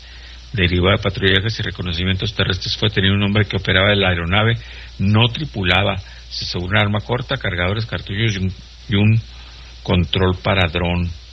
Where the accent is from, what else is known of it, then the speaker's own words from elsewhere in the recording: Mexico; No sabes lo pues creativos que somos los mexicanos para pasar droga, ¿eh?